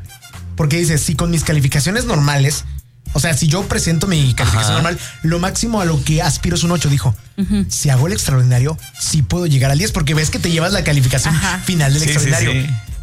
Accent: Mexico; somos mexicanos.

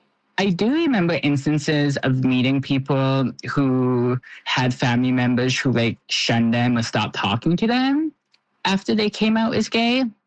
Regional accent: Kahnawake, Quebec, Canada; I mean, I guess growing up, like in being around different people, a lot of people like either didn't really talk about being gay or it was like something that was like largely ignored.

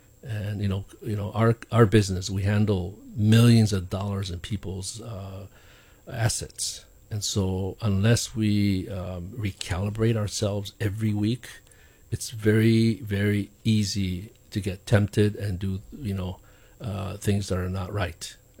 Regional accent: Okinawa, Japan; moved away; I come from Okinawa, right?

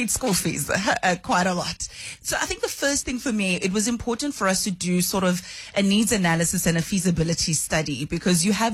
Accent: Soweto, Gauteng, South Africa; Look, I grew up at Dobsonville in Soweto, and privilege allowed me to go to schools in your suburb areas like Perth, Allen's Neck.

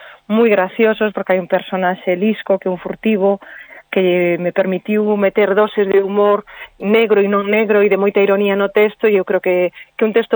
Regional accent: Meirás, Galicia, Spain; now in Santiago de Compostela, Spain; os meus dirían, os fillos dirían, que va, mamá, ti sigues sendo de Meirás e serálo toda a vida, pero bueno, unha parte de min sí que xa é de Santiago, sí.

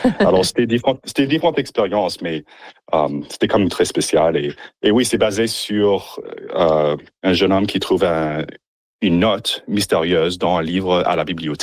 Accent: Nipawin, Saskatchewan, Canada; moved away; Je suis originaire de l'Ipawin. Je suis même à l'Ipawin tout de suite là, chez mes parents.

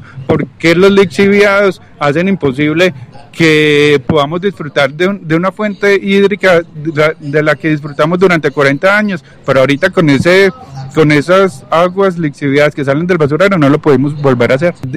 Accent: Montenegro, Quindío, Colombia; soy campesino de Montenegro, de la vereda San José. Llevo 40 años viviendo en la vereda, trabajando y cultivando la tierra.

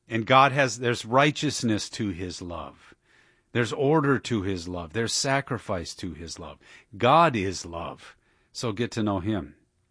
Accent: Dearborn, Michigan, United States; and that's the Islamists from my hometown of Dearborn

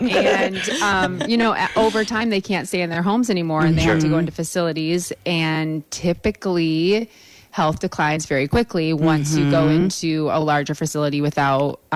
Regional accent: Saugatuck, Michigan, United States; now in Colorado, United States; Yes, yes. I'm from Saugatuck, so I am Saugatuck born and raised.

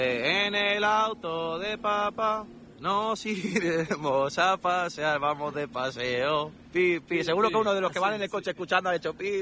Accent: Catalonia, Spain; Mira, yo soy gitano, español y catalán.

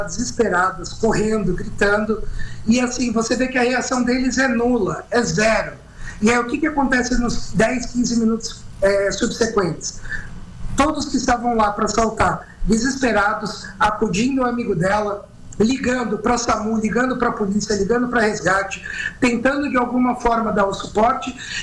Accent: São Paulo, Brazil; Eu sou do litoral, aqui da Baixada.

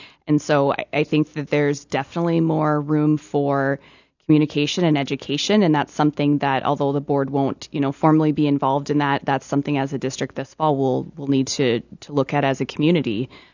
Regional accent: Tulare, South Dakota, United States; I grew up in South Dakota, so Tulare.

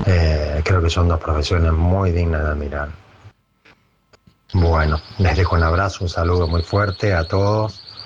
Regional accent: Rosario, Santa Fe, Argentina; moved away as an adult; now in Almería, Spain; el rosarino que está aquí en Almería, en España.

